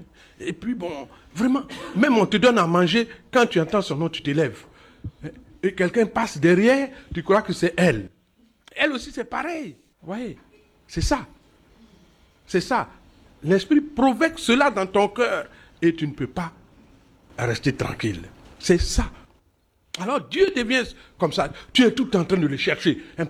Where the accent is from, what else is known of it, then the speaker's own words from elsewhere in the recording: Abidjan, Côte d’Ivoire; j'ai fait toute mon enfance à Port-Boué